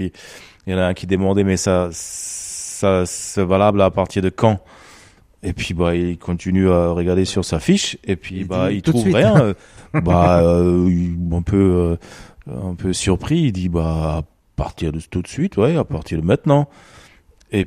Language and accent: French; Germany; French is a second language; Bah comme on habite pas loin de Berlin, en tant que bon allemand